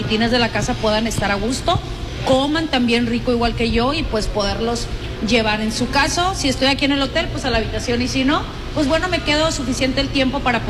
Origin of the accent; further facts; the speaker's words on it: Mexico; porque yo como buena mexicana y con nuestras tradiciones que tenemos